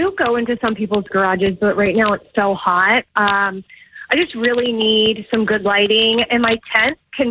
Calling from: Richmond, Virginia, United States; I'm out of Richmond, Virginia, and I own a mobile spray tan business.

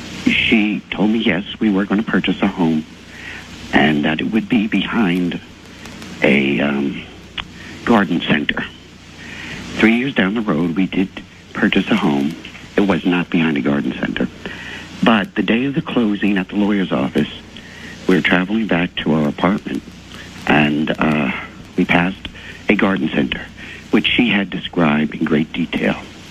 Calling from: New Jersey, United States; I'm calling from New Jersey.

